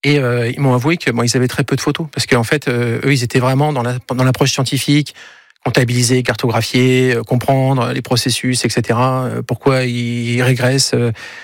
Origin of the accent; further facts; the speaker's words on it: Grand Est, France; moved away; En plus les Vosges, c'est là où j'ai grandi. Hein. J'ai passé mes 20 premières années.